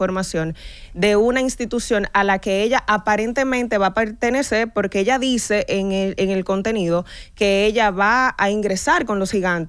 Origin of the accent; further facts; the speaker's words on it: San Francisco de Macorís, Duarte, Dominican Republic; porque como Franco Macorizana, antes de ser animadora, soy fanática.